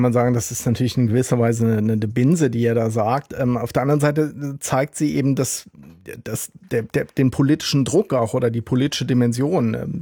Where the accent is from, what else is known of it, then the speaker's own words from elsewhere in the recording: Rhineland-Palatinate, Germany; now in Berlin, Germany; Ich bin ja ein Kind des Landes. Ich bin in Rheinland-Pfalz in der ländlichen Region aufgewachsen.